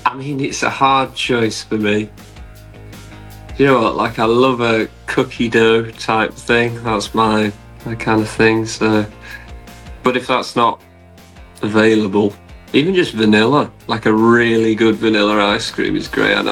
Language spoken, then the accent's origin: English; Macclesfield, North West England, United Kingdom; I mean, we grew up outside of Manchester, so it's like this tiny little town called Macclesfield.